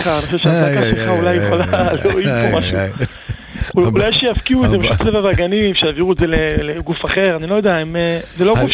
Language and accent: Hebrew; Jerusalem, Jerusalem District, Israel; אני מירושלים.